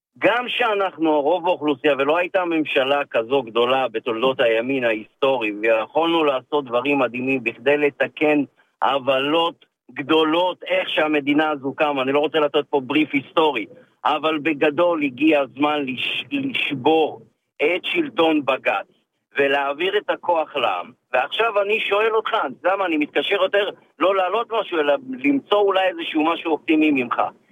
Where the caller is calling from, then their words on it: Givatayim, Tel Aviv District, Israel; אני מגבעתיים.